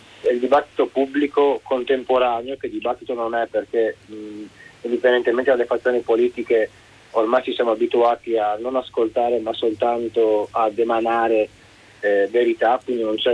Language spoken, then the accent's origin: Italian; Friuli-Venezia Giulia, Italy; moved away as an adult; also born or lived in Sicily / Netherlands; now in Netherlands and Belgium; sono nato in Sicilia, cresciuto in provincia di Udine